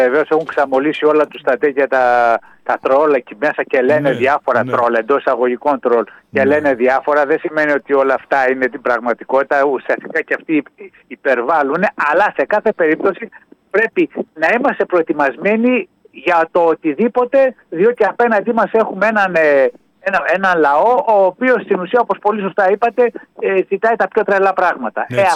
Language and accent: Greek; Greece; και εμείς σαν Έλληνες έχουμε ιστορική ευθύνη, οι παρόντες Έλληνες αυτοί οι τώρα